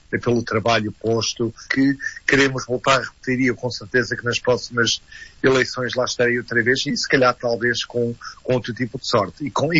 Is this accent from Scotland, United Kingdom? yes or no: no; Lambeth, London, United Kingdom; now in Merton, United Kingdom; Aliás, concorri por Lambeth porque é a zona que eu conheço desde sempre, onde cresci, apesar de não viver em Lambeth, mas onde é que trabalho.